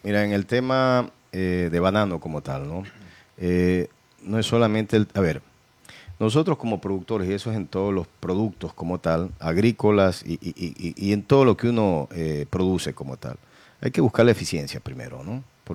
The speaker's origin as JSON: {"language": "Spanish", "region": "El Oro", "country": "Ecuador", "said": "nuestra provincia El Oro, tiene algo singular, ¿ya? Porque tenemos ahí un tema de diversos pisos climáticos"}